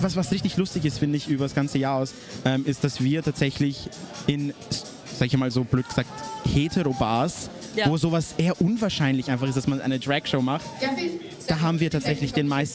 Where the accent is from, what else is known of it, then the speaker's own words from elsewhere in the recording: Lower Austria, Austria; moved away as an adult; now in Linz, Austria; Tatsächlich aus Niederösterreich.